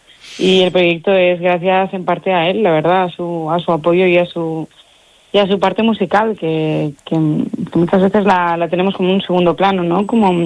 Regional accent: Catalonia, Spain; Soy un poquito charra. Sí. Soy también catalana, lo cual

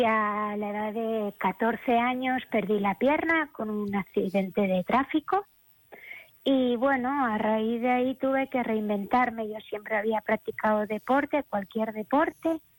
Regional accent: Balearic Islands, Spain; Yo soy mallorquina, amo la isla, evidentemente, y tengo toda la familia ahí.

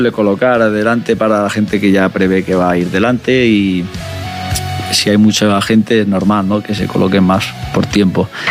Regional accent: Béjar, Castile and León, Spain; Yo soy de Béjar, de jamón.

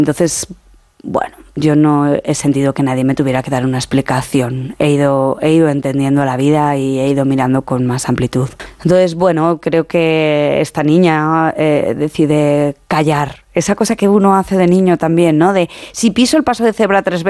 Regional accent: Spain; Esto viene también como como de mi pueblo. Mi pueblo estaba entre medio de Zaragoza y Madrid, y entonces había mucho tráfico los domingos

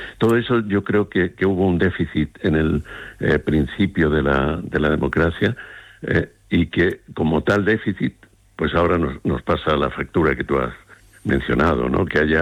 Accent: Jerez de la Frontera, Andalusia, Spain; moved away; porque yo soy de Jerez

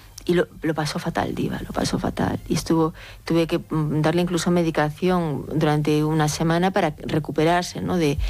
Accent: Galicia, Spain

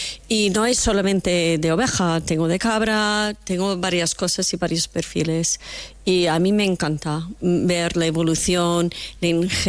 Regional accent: Italy; Spanish is a second language; Yo digo otros países y he empezado con que soy italiano y tengo queso portugués.

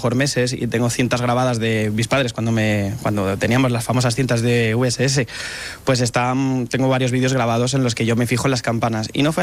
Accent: Madrid, Community of Madrid, Spain; Soy de Madrid, y gato, además.

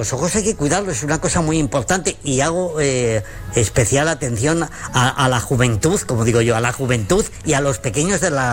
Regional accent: Zamora, Castile and León, Spain; como soy como soy de Zamora y soy muy chulo

